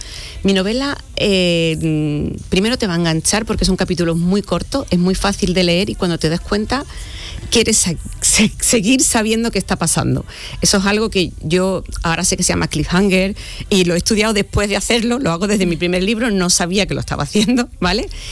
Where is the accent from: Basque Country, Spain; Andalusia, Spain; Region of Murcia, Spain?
Andalusia, Spain; Las Cabezas de San Juan; born there; mi pueblo, que es Las Cabezas de San Juan, que me inspira mucho